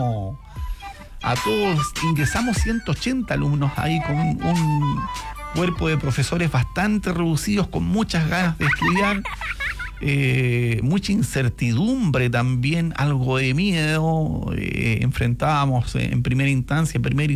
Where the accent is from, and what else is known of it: Coyhaique, Aysén, Chile; born there